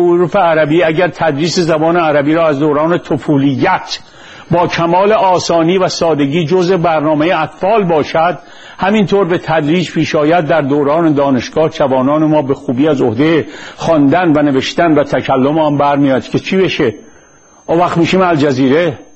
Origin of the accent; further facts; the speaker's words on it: Iran; اون خدا به درد ما ایرونی ها نمیخوره